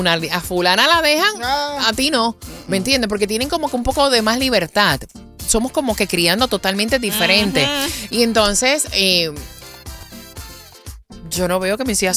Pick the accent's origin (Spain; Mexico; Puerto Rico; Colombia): Puerto Rico; moved away as an adult; now in Orlando, United States; cuando nos fuimos a Orlando, que salimos de Puerto Rico y nos fuimos a vivir a Orlando en el año 2003